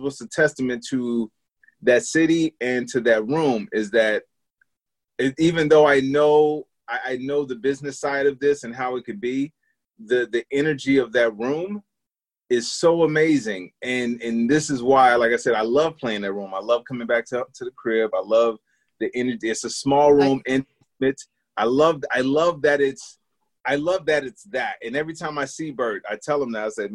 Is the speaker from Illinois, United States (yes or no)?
yes; Chicago, Illinois, United States; Dude, and when people – when they find out I'm from Chicago, they'll be like, oh, what do you think about the Sox and the Cubs?